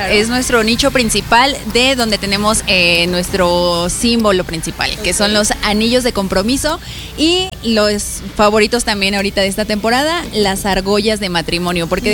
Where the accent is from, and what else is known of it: Mexico